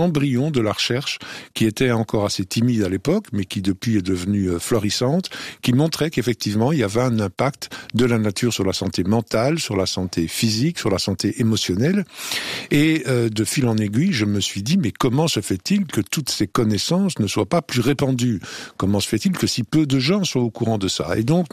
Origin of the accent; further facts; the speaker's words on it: Belgium; moved away as an adult; now in Quebec, Canada; moi j'étais en Belgique, j'ai pas mal voyagé, mais je suis belge à l'origine.